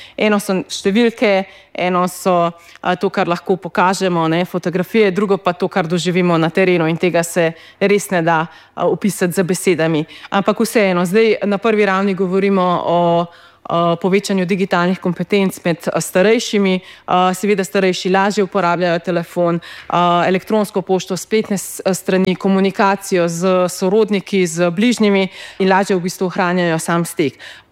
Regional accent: Southeast Slovenia, Slovenia; sama prihajam iz Dolenjske, iz neke vasice

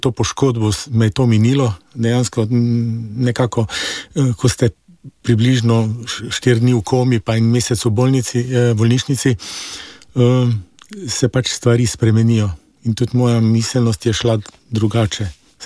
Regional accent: Celje, Savinja, Slovenia; also born or lived in Koper; Rojen sem v Celju. Sem sin matere samohranilke

